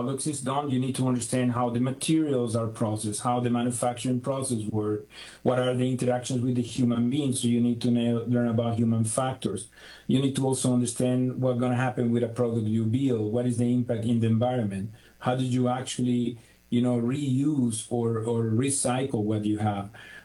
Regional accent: Venezuela; I grew up in Venezuela. I don't know if you're familiar. Well, nowadays it's in the news, but Venezuela is an incredible nature-driven country.

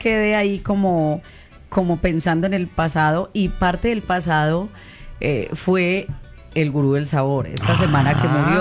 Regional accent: Antioquia, Colombia; Saludo a mi pueblo primero, saludo a mi pueblo que lo que soy yo se lo debo a Antioquia, a Medellín.

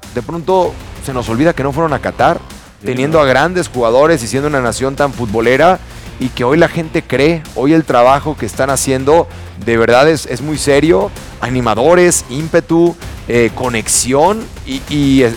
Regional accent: Mexico; vamos a seguir como mexicanos pensando

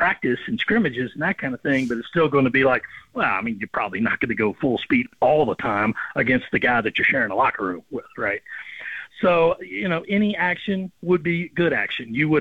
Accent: Rock Hill, South Carolina, United States; Malik Clark from my hometown of Rock Hill, I think will get into that mix.

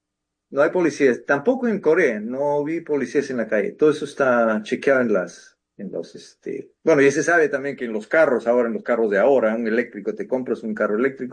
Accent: Peru; yo soy peruano.

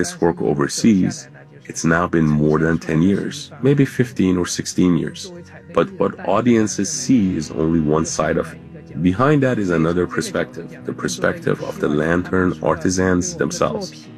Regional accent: Zigong, Sichuan, China; I'm from Zigong. In this place, it's lantern tradition, it's history. It actually goes back close to 1,000 years.

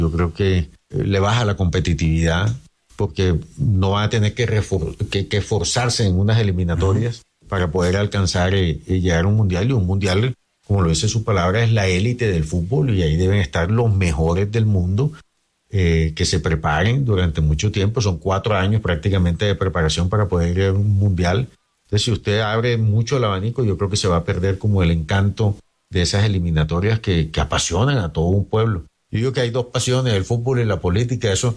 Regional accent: Santa Marta, Magdalena, Colombia; A ver, yo soy samario, me gusta la Unión Magdalena

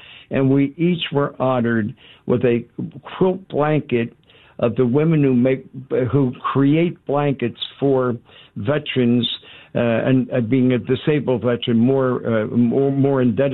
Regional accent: Pennsylvania, United States; I'm from Pennsylvania

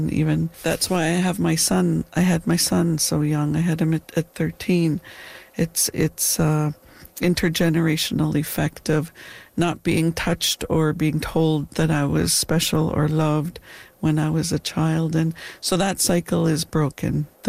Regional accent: British Columbia, Canada; I was born in Granny's house on the reserve that was built in 1965, and I was born at home.

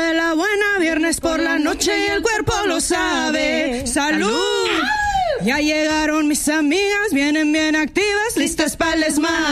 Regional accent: Mexico City, Mexico; Yo soy chilanga, pero tengo que defenderme y decir que también mi mamá es de Jalisco y mi papá es de Sinaloa.

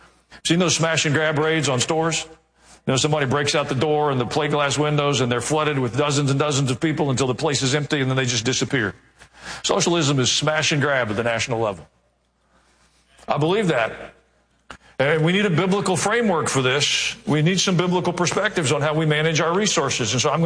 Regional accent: Kansas City, Missouri, United States; born there; I was born in Kansas City, Missouri.

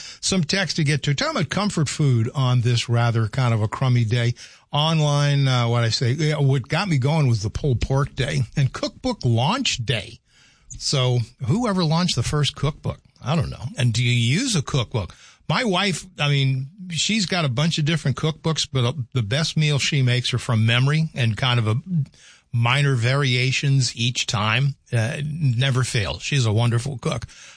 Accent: the South, United States; I'm from the South as well. Virginia, North Carolina gas stations, you could get hot soup.

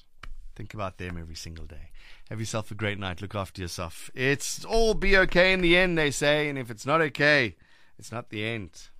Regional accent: Cape Town, Western Cape, South Africa; from Cape Town.

